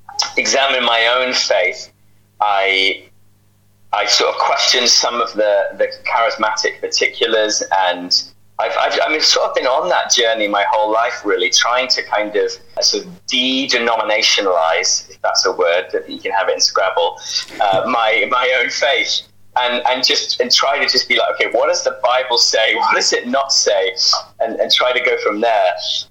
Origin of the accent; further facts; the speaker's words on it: Twickenham, London, United Kingdom; moved away as an adult; now in Canada; Yeah, so I born and raised in Twickenham. No, I'm not a rugby player or fan, but I was born and raised there. Then moved to Aberystwyth, where you and I met to study. And then I went from there.